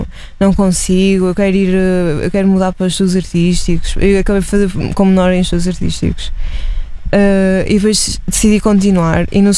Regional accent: Madeira, Portugal; also born or lived in Figueira da Foz, Portugal; now in Coimbra, Portugal; Eu digo que sou madeirense-figueirense.

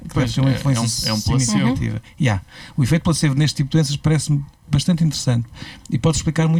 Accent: Cadaval, Lisbon, Portugal; born or raised there

